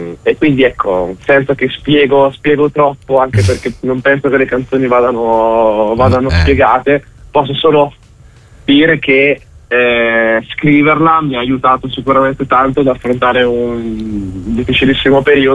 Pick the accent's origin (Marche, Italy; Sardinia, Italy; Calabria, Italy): Marche, Italy; Senigallia; io adesso sono a Senigallia, perché sono di Senigallia, okay. Quindi sono marchigiano.